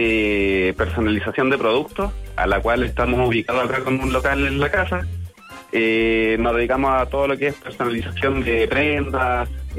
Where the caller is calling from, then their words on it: San Bernardo, Santiago Metropolitan Region, Chile; San Bernardo.